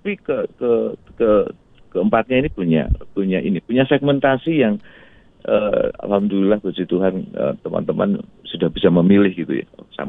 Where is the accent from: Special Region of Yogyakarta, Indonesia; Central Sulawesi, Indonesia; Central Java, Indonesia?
Central Java, Indonesia; Dieng; kalau kami orang Dieng